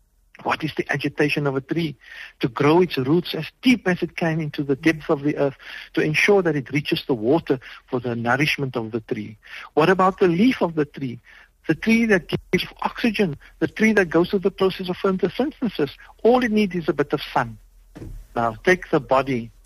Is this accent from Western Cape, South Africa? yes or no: yes; Cape Town, Western Cape, South Africa; I come from a home of simplicity. I come from Athlone, where our parents did what they had to do to make sure we could get our decent education.